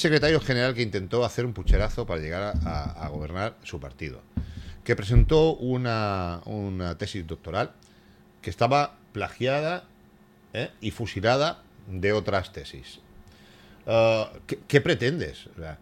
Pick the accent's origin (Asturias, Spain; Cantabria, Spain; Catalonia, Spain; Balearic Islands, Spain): Balearic Islands, Spain; Mallorca; Yo mallorquines, porque yo nací aquí, soy mallorquín, y adoro esta tierra y quiero morir en esta tierra.